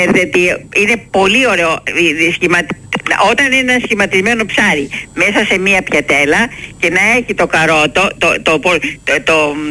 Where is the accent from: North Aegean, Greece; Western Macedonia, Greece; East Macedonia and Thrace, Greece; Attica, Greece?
Attica, Greece; Plaka; Είμαι η κυρία από την Πλάκα.